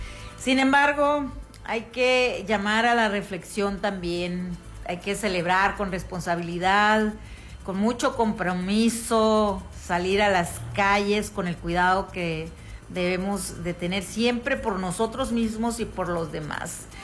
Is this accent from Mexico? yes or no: yes; Mexico; unirnos así como mexicanos